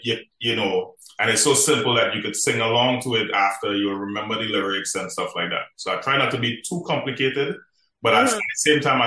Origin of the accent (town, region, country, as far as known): Marbella, Andalusia, Spain; born or raised there